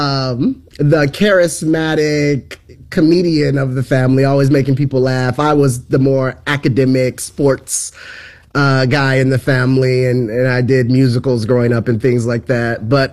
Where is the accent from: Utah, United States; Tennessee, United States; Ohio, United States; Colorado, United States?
Ohio, United States; Cleveland; born there; also born or lived in Chicago, Illinois / Pomona, California / Atlanta, Georgia; So I grew up mostly between Chicago and Cleveland, spending summers in Cleveland, Ohio, as an elementary school and I had a short stint. My dad got remarried to my stepmom and lived in Atlanta for a little bit. But I was full time in Cleveland as a high school student.